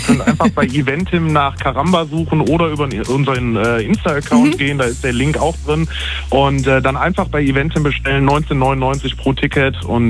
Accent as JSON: {"language": "German", "town": "Mülheim an der Ruhr", "region": "North Rhine-Westphalia", "country": "Germany", "said": "ich komme aus Mühlheim, ich wohne hier"}